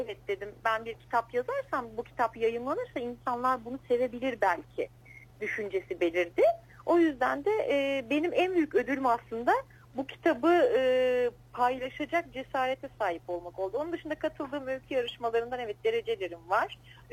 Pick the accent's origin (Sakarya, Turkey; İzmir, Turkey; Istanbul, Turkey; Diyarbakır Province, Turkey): İzmir, Turkey; Izmir; born there; also born or lived in Kardzhali, Bulgaria; Kırcal'de doğdum, 5 yaşında Türkiye'ye, İzmir'e geldim. Ama bundan 5 yaşından sonra da düzenli aralıklarla devamlı Bulgaristan'a gidip geldim.